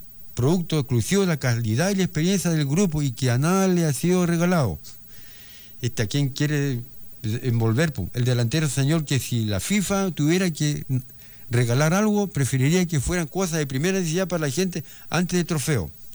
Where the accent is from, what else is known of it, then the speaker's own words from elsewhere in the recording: Chile; como hablamos aquí en la chilena y por acá cerca